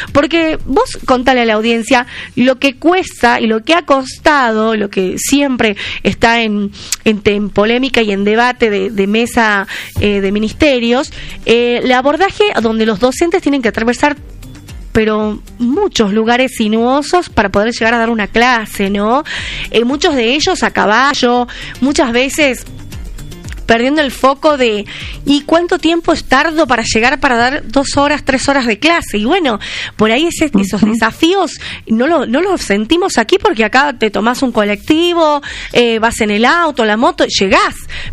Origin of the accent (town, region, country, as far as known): Argentina